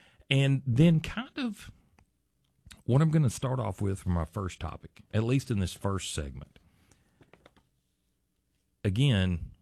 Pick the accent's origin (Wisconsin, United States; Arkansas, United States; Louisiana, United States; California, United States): Arkansas, United States; born or raised there